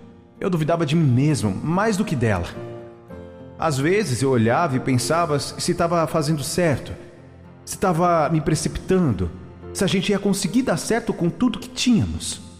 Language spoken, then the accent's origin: Portuguese; Paraíba, Brazil; born there; Lá longe, na terra onde eu nasci, na Paraíba, vivia a Jéssica.